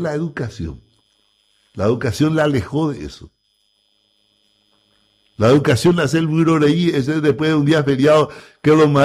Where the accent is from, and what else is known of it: Paraguay